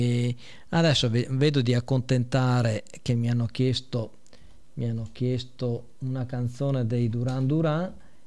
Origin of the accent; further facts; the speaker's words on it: Veneto, Italy; io che vengo dalla provincia di Rovigo